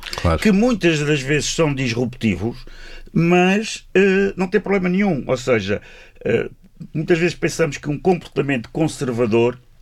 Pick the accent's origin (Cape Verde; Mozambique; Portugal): Portugal; Azores; Eu dou o exemplo da minha terra sempre, que é o exemplo da caça à baleia. A caça à baleia nos Açores...